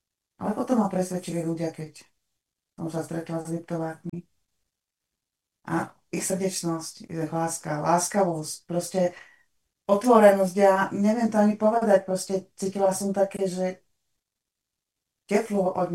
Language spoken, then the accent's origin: Slovak; Detva, Banská Bystrica Region, Slovakia; Detviančanka, ako zvyknem reviť, že mám doteraz nožík v sare. Ale, no, v podstate som Slovák, no. Ja sa cítim Slovák